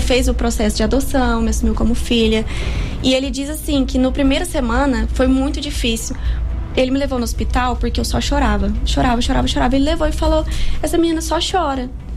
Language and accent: Portuguese; Santa Catarina, Brazil; born there; moved away; Eu sou do Sul, Santa Catarina.